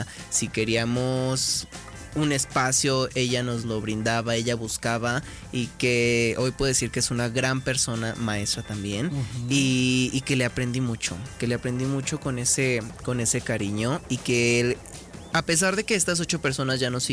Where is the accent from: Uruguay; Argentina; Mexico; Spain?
Mexico; Aguascalientes; el folclórico de mi tierra, aguascalentense